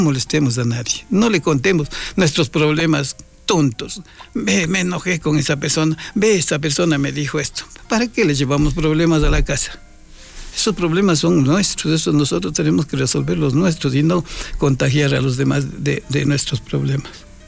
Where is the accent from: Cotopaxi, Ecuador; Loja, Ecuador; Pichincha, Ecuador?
Cotopaxi, Ecuador; Salcedo; yo soy de Unalagua. ¿Dónde es eso? Pertenece a la parroquia Mulalillo. ¿Y de dónde queda Mulalillo? Pertenece al cantón Salcedo. ¿Y Salcedo? A la provincia de Cotopaxi. Y la provincia de Cotopaxi pertenece al cantón Quito. Y Quito forma a nuestro Ecuador